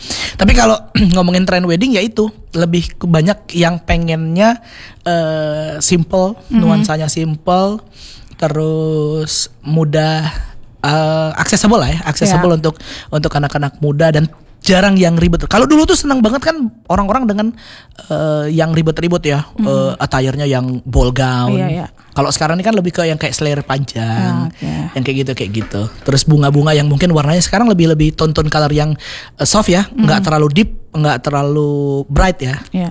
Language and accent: Indonesian; Palembang, South Sumatra, Indonesia; kalau kita wong Palembang ini banyak cengkoneknya.